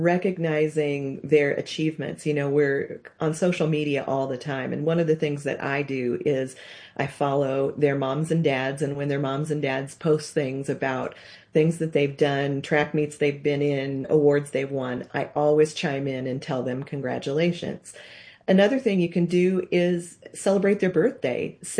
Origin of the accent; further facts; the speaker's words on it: Nebraska, United States; now in Colorado, United States; I grew up in Nebraska in a small town around all of my cousins and aunts and uncles.